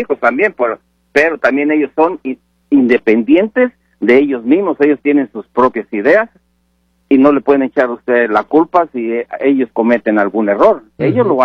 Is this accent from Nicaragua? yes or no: yes; Nicaragua; Sí, yo soy de Nicaragua, pero...